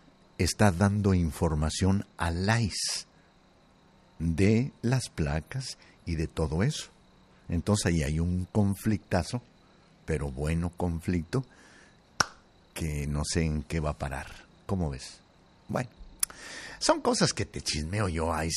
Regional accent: Zacatecas, Mexico; solamente menciona arriba Tlatelango, mi tierra. Porque no sé si muchos de ustedes no sepan que yo soy de Zacatecas.

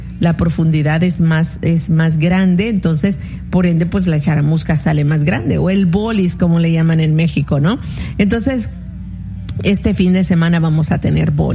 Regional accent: El Salvador; Incluso en mi departamento, de donde yo soy, en El Salvador, y en el departamento de La Unión, los nuegados no son como tortitas

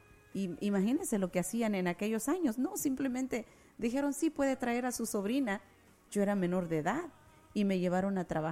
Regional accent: El Salvador; now in United States; Cuando nosotros llegamos de El Salvador, llegamos al estado de Texas, y los trabajos que tuve aquí, me acuerdo que pues yo era menor de edad

